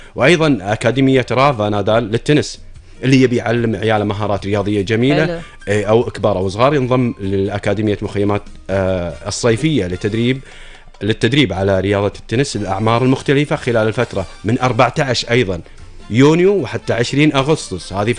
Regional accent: Kuwait; عندنا بالكويت

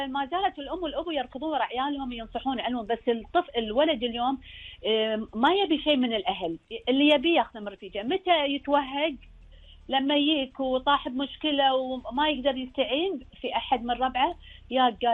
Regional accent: Kuwait; عندنا بالكويت

